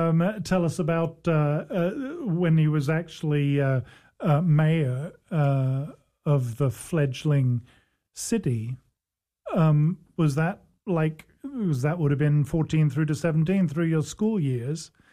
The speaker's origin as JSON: {"language": "English", "country": "Singapore", "tie": "born there", "moved": "yes", "said": "I was born in Singapore."}